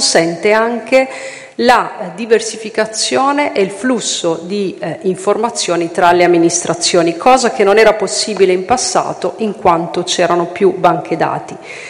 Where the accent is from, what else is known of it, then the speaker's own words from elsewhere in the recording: Rimini, Emilia-Romagna, Italy; da riminese, abitante di Rimini, che è modello della ricettività e dell'accoglienza, lo dico con cognizione di causa.